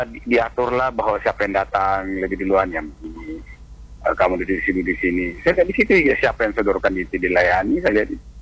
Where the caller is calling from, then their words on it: Lembang, West Java, Indonesia; di daerah saya sendiri Kecamatan Lembang ini